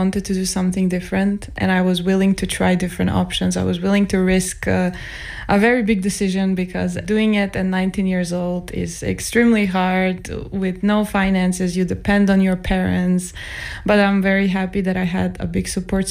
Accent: Ohrid, North Macedonia; moved away as an adult; now in Maribor, Slovenia; I come from Macedonia, from the city of Ohrid, which is the most beautiful city in Macedonia, and anyone who tells you different is lying.

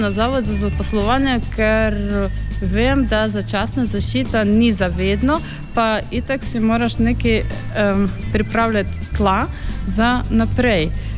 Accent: Ukraine; Slovenian is a second language; moved away as an adult; now in Slovenia; Koliko časa sem v Sloveniji od začetka, nisem srečala Slovenca, Slovenko, ki bi mi nekaj rekel grdega zaradi tega, da sem iz Ukrajine.

